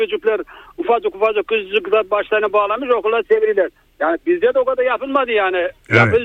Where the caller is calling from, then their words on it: Trabzon, Turkey; ben Trabzon'dan arıyorum.